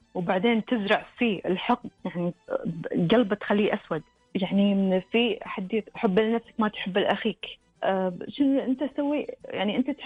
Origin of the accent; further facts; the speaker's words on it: Kuwait; شخصيات مهمة عندنا بالكويت